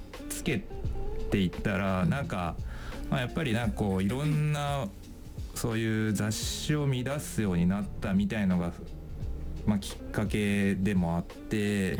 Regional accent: Okayama, Japan; 僕は、地元岡山なんですけど

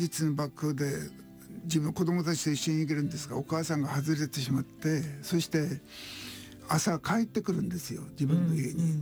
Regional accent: Yamagata, Japan; 僕はあの小さい時に山形県で育ったんですが、シベリアからね僕の町に3人を帰ってきたんですよね。

